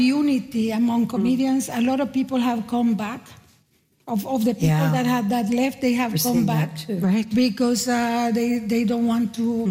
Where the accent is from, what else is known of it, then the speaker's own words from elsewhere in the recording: Nicaragua; now in Canada; I grew up in Nicaragua fearing an American invasion, and then I come to Canada